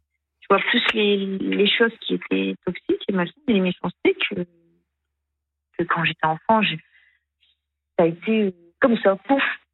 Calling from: France; je suis française, hein, j'ai des papiers et tout.

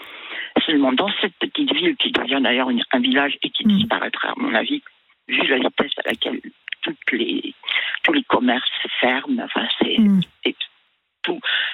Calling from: France; Bien sûr, j'ai travaillé à l'étranger. Mais je suis rentrée quand même depuis 30 ans en France. Je suis française de base.

